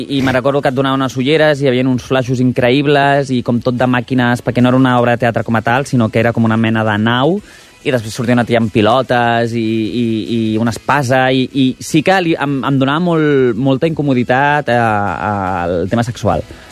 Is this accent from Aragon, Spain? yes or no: no; Barcelona, Catalonia, Spain; Em vaig criar a Sant Gervasi, a costat entre plaça Bonanova i plaça Kennedy.